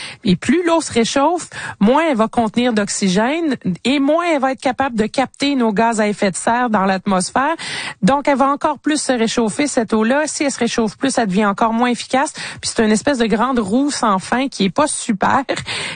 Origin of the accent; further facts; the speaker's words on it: Canada; ici chez nous au Canada